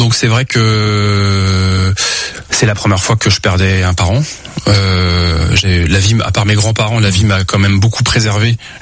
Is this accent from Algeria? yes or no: no; Pays de la Loire, France; now in Vannes, France; dans le Maine-et-Loire, là où j'ai grandi, où mes parents avaient encore leur maison à cette époque-là.